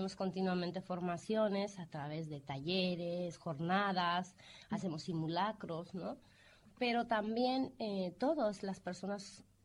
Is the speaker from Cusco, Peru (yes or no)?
yes; Cusco, Peru; moved away as an adult; now in Mataró, Spain; soy del Cusco.